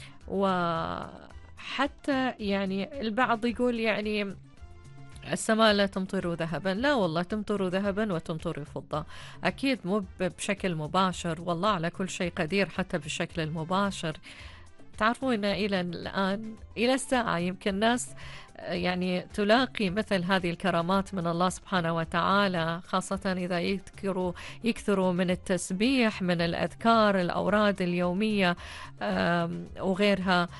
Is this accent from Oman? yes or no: yes; Oman; أنا من عمان